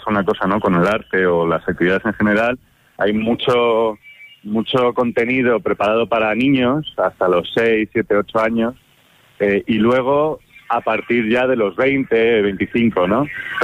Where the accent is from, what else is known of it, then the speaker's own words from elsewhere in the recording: Madrid, Community of Madrid, Spain; now in Olite, Spain; Claro, yo vengo de Madrid.